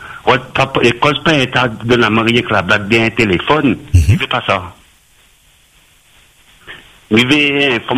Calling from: Saint-Benoît, Réunion; Saint-Benoît. J'habite de la Réunion, même Saint-Benoît.

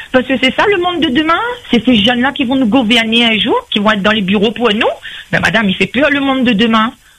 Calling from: Saint-Denis, Réunion; j'appelle de Saint-Denis.

